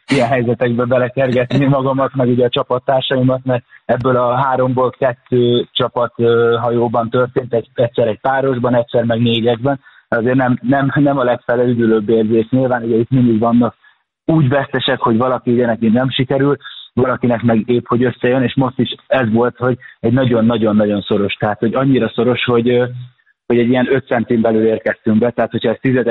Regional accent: Győr, Győr-Moson-Sopron, Hungary; born or raised there

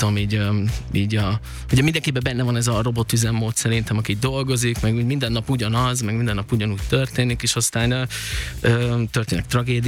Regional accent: Budapest, Hungary; Zuglóba, én zuglói vagyok, én nagyon sok helyen éltem életem során, és Zugló az a legfixebb, és ott lakom most már a legrégebb óta

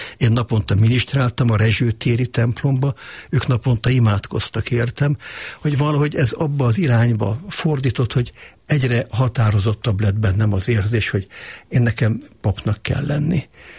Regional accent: Budapest, Hungary; már mondhatom, hogy jelenleg az ötödik generációban élünk a 8. kerületben, a tisztviselőtelepen. Ott születtem, ott nőttem föl 4 testvéremmel együtt

